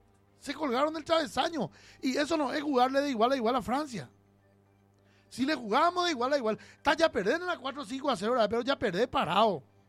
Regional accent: Paraguay; yo soy el paraguayo ambicioso.

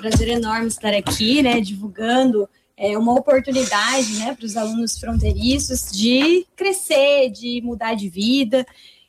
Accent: Corumbá, Mato Grosso do Sul, Brazil; moved away; Eu sou de Corumbá

